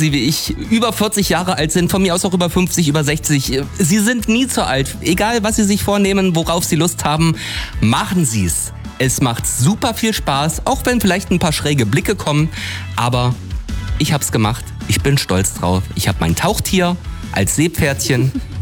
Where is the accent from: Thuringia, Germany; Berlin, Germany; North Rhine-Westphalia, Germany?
Thuringia, Germany; Steinbach-Hallenberg; Wurde eingeladen in meiner Heimat. Also waren wir im Freibad Steinbach-Halmberg.